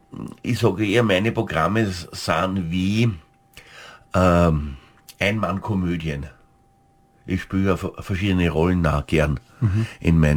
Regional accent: St. Pölten, Lower Austria, Austria; also ich liebe mein Heimatort, St. Pölten

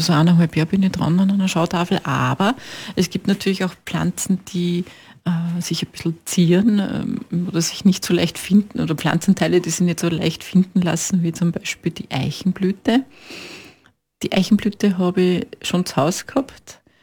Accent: Upper Austria, Austria; Ich komme aus der Nähe von Wels, Oberösterreich

